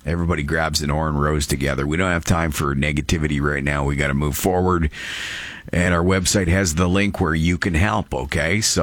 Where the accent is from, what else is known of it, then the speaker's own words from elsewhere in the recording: Canada; I'm a Canadian too